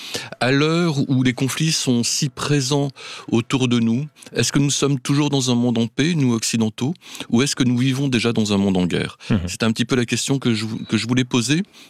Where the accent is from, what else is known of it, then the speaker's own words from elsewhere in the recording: France; Enfin, je parle pour les Français, hein, pas pour les Suisses.